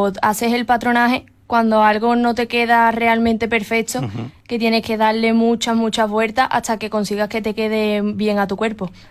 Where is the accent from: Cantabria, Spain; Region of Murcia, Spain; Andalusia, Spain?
Andalusia, Spain; Osuna; Sí, sí, soy de aquí de Osuna.